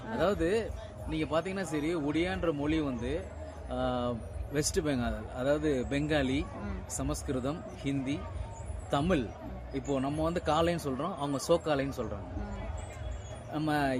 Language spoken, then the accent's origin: Tamil; Madurai, Tamil Nadu, India; நான் இப்போ வெக்கேஷனுக்காக என்னுடைய சொந்த ஊர் மதுரை, நான் மதுரைக்கு வந்திருக்கேன்.